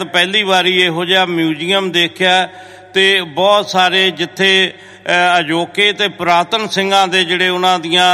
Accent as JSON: {"language": "Punjabi", "region": "Punjab", "country": "India", "said": "ਜਿੱਥੇ ਪੰਜਾਬ ਦੇ ਵਿੱਚ, ਆਪਾਂ ਮੈਂ ਪੰਜਾਬ ਦੇ ਵਿੱਚੋਂ ਹੀ ਆਇਆ"}